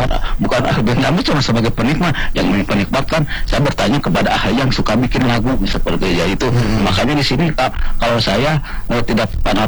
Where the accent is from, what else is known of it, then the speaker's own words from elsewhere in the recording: West Java, Indonesia; Minang, memang salah satunya seluruh daerah itu adalah selain Sunda, kalau Sunda daerah saya sendiri kan.